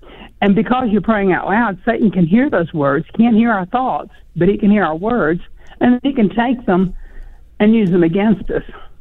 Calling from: Murfreesboro, Arkansas, United States; I'm just up the road from you in Murfreesboro.

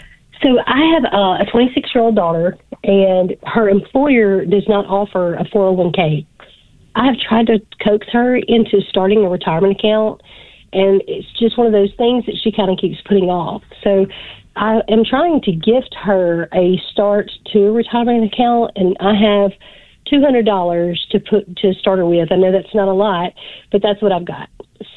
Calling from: Louisiana, United States; Yes, this is Louisiana.

